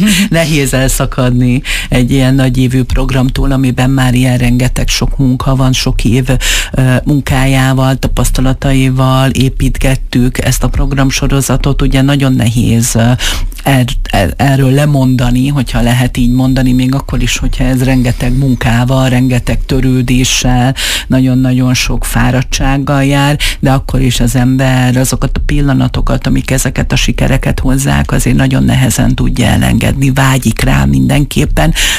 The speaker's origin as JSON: {"language": "Hungarian", "town": "Miskolc", "region": "Borsod-Abaúj-Zemplén", "country": "Hungary", "said": "akit miskolciként azt gondolom, hogy Miskolc díszpolgára"}